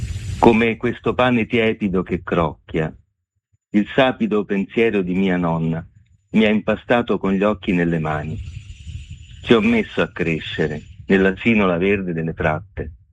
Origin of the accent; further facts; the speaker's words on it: Minturno, Lazio, Italy; born there; io ho passato molti anni della mia vita a Tufo di Minturno, che è un piccolo paese nel comune di Minturno.